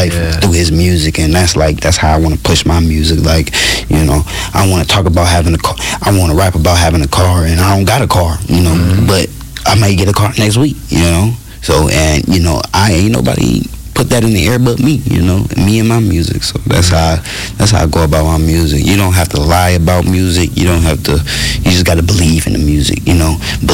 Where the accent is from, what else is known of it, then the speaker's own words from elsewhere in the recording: Saint Paul, Minnesota, United States; now in Minneapolis, United States; I had moved to Minneapolis, and, you know, it was a different environment. So, like I said, I'm from St. Paul